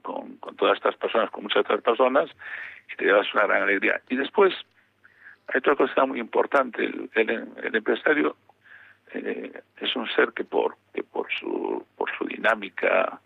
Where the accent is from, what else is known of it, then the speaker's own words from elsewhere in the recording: Galicia, Spain; somos dos gallegos que nos saludamos